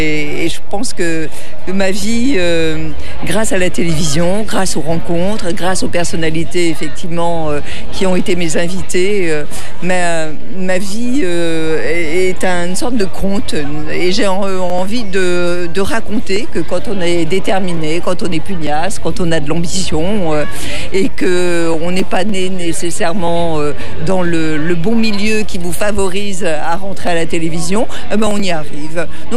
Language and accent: French; Brittany, France